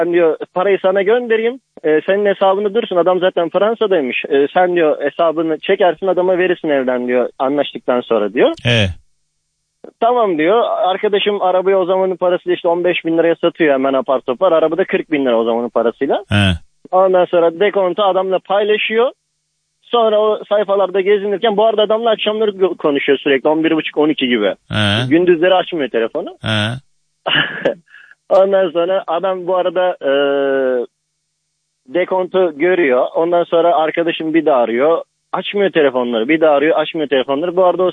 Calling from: İzmir, Turkey; İzmir'den arıyorum.

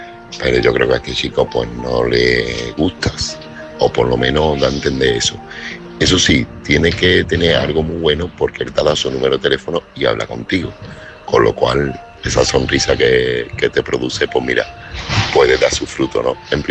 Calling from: Seville, Andalusia, Spain; corresponsal de Sevilla.

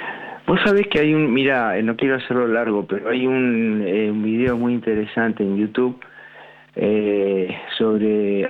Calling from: Buenos Aires, Argentina; de Belgrano

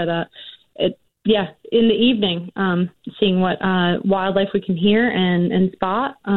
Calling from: Rangeley, Maine, United States

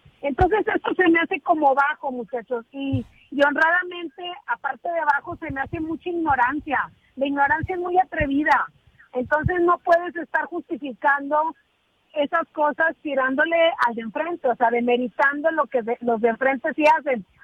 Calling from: Nuevo León, Mexico; ya me va a dar vergüenza decir que soy de Nuevo León

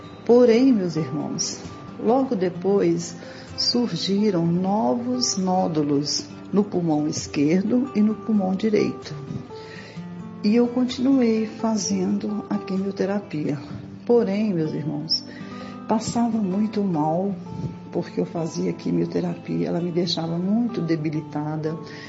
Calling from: Belo Horizonte, Minas Gerais, Brazil; eu sou de Belo Horizonte.

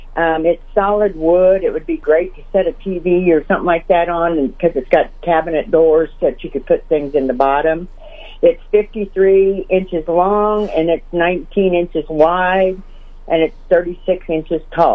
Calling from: Concordia, Missouri, United States; Concordia.

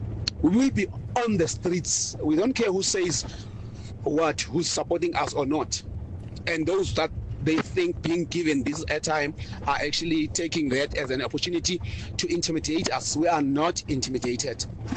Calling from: Queenstown, Eastern Cape, South Africa

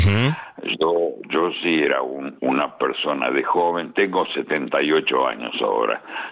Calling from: Buenos Aires, Argentina; de la República de Barracas.

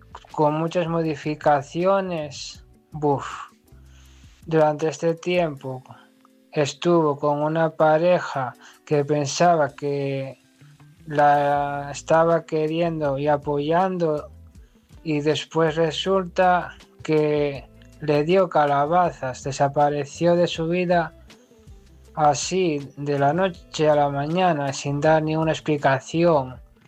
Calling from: Asturias, Spain; desde Asturias.

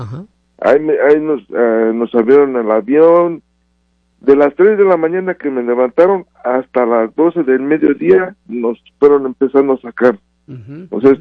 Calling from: State of Mexico, Mexico; Estoy en el Estado de México.

